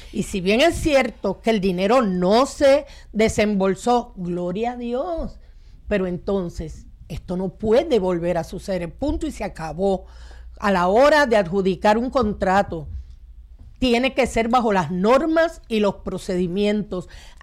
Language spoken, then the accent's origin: Spanish; Juncos, Puerto Rico; yo soy de Juncos